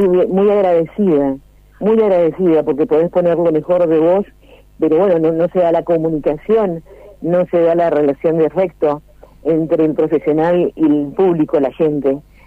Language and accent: Spanish; Mendoza, Argentina; fue el gobierno de la provincia de Mendoza que reconoció a quienes pusieron la voz. Acá no se trajeron locutores de Buenos Aires, no, al contrario. Éramos todas voces locales, con trayectoria